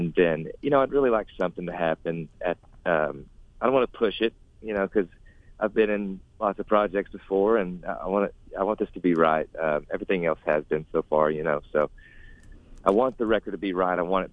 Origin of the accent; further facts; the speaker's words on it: Kentucky, United States; then I'm from Grace County, and then so is Jonathan. So, you know, it works out. We're West Kentucky through and through.